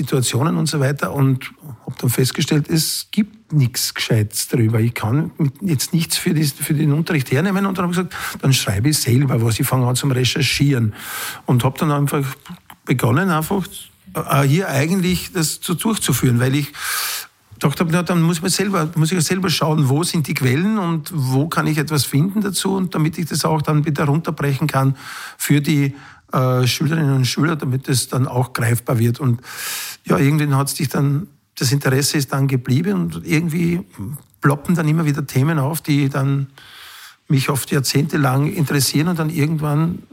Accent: Halbturn, Burgenland, Austria; Also ich bin geboren in Halbturn und bin auch jetzt wieder wohnhaft in Halbturn. Habe eigentlich Halbturn nur während des Studiums und so weiter verlassen. Ansonsten muss ich auch sagen, bin ich ein begeisterter Burgenländer.

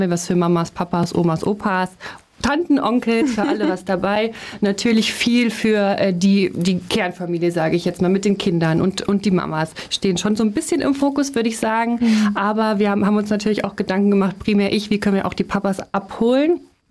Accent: Rothenburg, Germany; Ich komme aus Rothenburg

